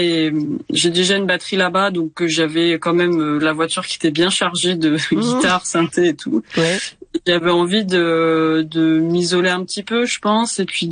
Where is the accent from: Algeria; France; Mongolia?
France; Ramatuelle, Provence-Alpes-Côte d'Azur; j'ai un lien assez fort avec Ramatuelle, donc là où j'ai grandi, puisque toute ma famille est là